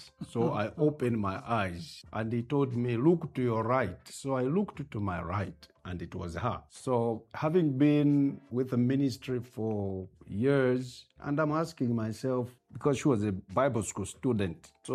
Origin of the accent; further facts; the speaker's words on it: Petauke, Eastern Province, Zambia; also born or lived in Chipata / Copperbelt; now in Lusaka, Zambia; I grew up in Petauke, went to Chipata, came to the Copper Belt, and now I'm in Lusaka